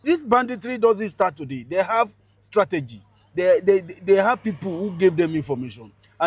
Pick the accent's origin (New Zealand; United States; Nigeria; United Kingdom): Nigeria; We as a person, as an individual, as a Nigerian, we need to join hands together with government.